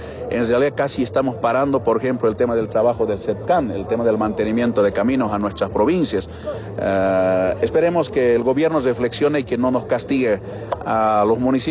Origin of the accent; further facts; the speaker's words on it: Bolivia; conocemos, sabemos cómo nos estamos hundiendo como pueblo boliviano